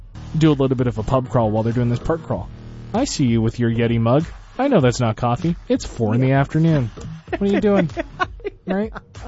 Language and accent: English; Peterborough, Ontario, Canada; I'm from Peterborough.